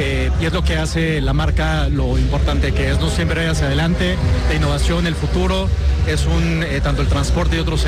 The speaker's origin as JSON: {"language": "Spanish", "country": "Mexico", "said": "Soy de México"}